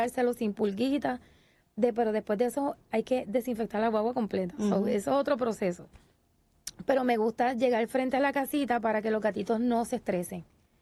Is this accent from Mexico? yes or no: no; Bayamón, Puerto Rico; Yo soy de Bayamón, pero yo hago rutas por pueblo.